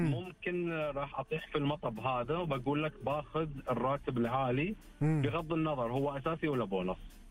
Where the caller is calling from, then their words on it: Riyadh, Riyadh Province, Saudi Arabia; كلمك من الرياض